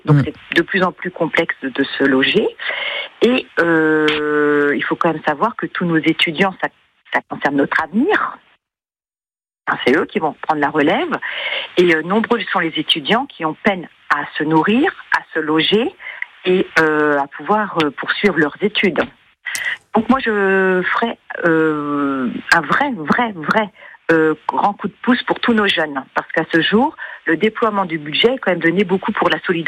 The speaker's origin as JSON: {"language": "French", "country": "France", "said": "Je parle également en tant que Française"}